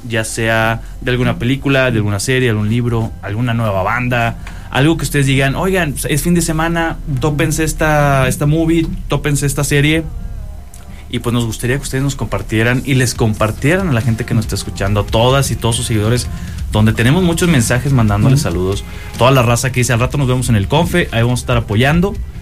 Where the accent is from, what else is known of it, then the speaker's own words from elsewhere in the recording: northern Mexico, Mexico; now in Saltillo, Mexico; soy norteño, amo Saltillo